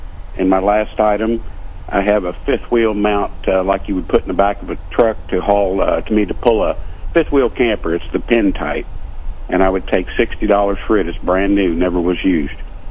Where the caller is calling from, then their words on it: Boonville, Missouri, United States; Just calling from the Boonville area.